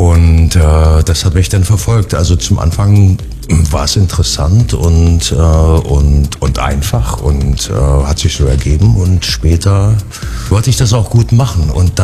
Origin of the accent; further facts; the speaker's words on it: Germany; Ich komme ja aus der DDR, war Leistungssportler im Kader da, im Schwimmen